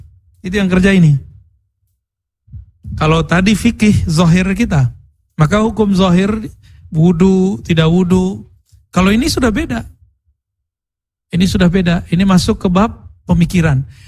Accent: Bukittinggi, West Sumatra, Indonesia; Muhammad Hatta, orang kampung saya.

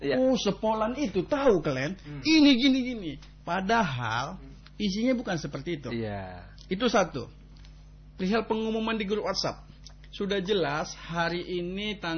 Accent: Aceh, Indonesia; Asli putra Aceh Singkil.

